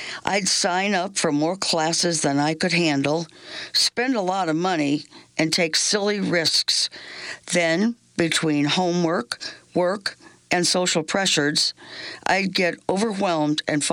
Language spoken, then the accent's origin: English; Columbia, Missouri, United States; I'd always felt different growing up in Columbia, Missouri, and was bullied for being too sensitive.